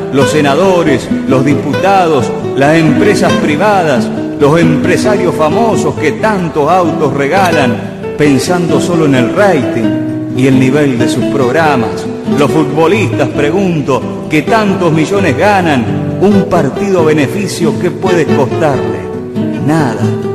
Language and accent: Spanish; Argentina; perdón como argentino, me avergüenza y me da rabia porque lo abandonamos cuando más nos precisaba. y gracias por lo que fue y lo que hizo por mi patria